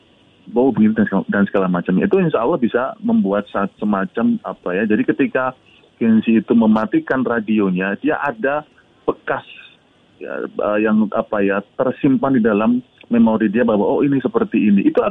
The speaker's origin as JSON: {"language": "Indonesian", "town": "Yogyakarta", "region": "Special Region of Yogyakarta", "country": "Indonesia", "said": "karena saya dari Jogja ya"}